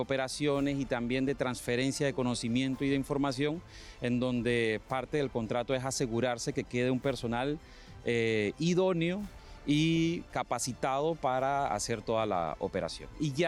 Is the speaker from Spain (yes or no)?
no; Panama; yo como panameño sí puedo decir que la ejecución de las líneas 1, la línea 2 y ahora la línea 3 ha dejado en Panamá un conocimiento en la población importante